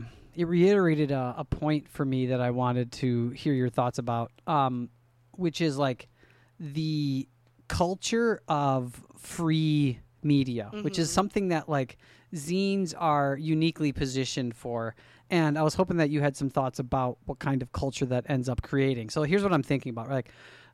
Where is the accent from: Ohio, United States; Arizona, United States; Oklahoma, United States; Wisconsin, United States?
Wisconsin, United States; Milwaukee; when I was growing up in Milwaukee, copies of the Onion newspaper were all over the town, right?